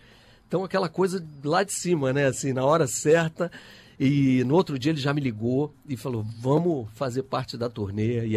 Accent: Brasília, Federal District, Brazil; now in Rio de Janeiro, Brazil; Eu sou carioca, mas eu cresci em Brasília, né? Meu pai transferido lá.

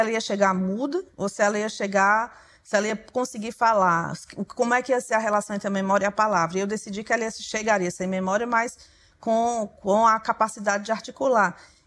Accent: Brazil; para nós brasileiros

